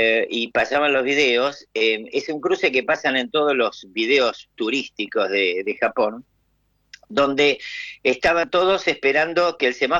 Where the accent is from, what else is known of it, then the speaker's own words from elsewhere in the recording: Avellaneda, Buenos Aires Province, Argentina; Yo soy de Avellaneda.